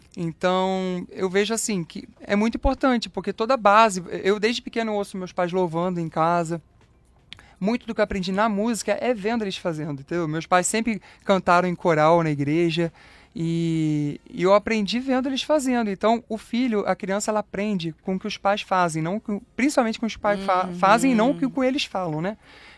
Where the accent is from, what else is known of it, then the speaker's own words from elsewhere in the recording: Araruama, Rio de Janeiro, Brazil; eu sou do interior do Rio de Janeiro, Araruama, cara. A cidade tem 130 mil habitantes.